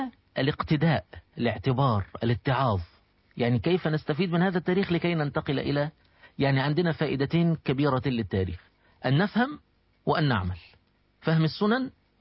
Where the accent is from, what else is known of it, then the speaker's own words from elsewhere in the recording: Egypt; أنا لما أقول … حفيد الحضارة المصرية القديمة